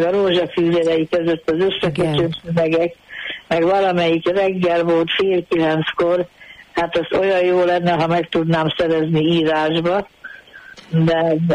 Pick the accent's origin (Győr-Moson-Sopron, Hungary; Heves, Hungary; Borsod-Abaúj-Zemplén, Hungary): Heves, Hungary; Egerszólát; born there; mert az akkori pápa megtudta, hogy Eger Szóláton megszületett